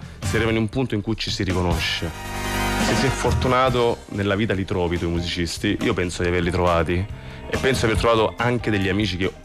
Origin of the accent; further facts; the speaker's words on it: Apulia, Italy; essendo salentini